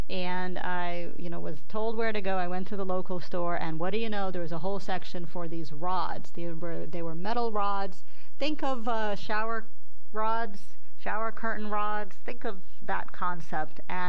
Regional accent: United States; also born or lived in Japan; as an American

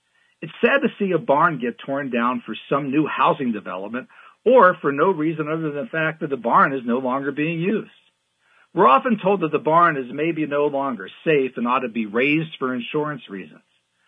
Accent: Butler, Pennsylvania, United States; born or raised there; also born or lived in Pittsburgh, United States / Russellton, United States

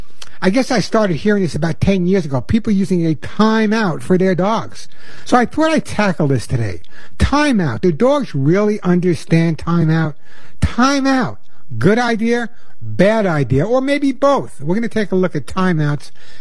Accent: Long Island, New York, United States; now in Arizona, United States; I'm originally from Long Island. I can deal with humidity.

